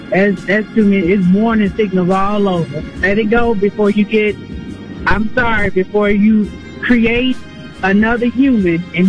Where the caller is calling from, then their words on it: Minnetonka, Minnesota, United States; I'm calling from Minnetonka.